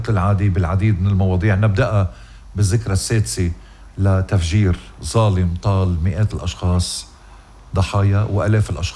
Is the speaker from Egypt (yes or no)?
no; Lebanon